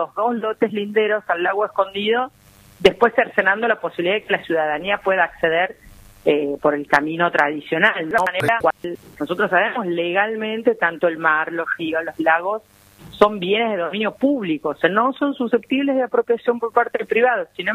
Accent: Argentina

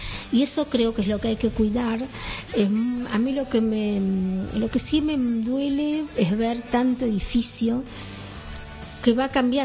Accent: San Isidro, Buenos Aires Province, Argentina; yo toda mi vida hice todo, sí, en San Isidro, vivo desde siempre.

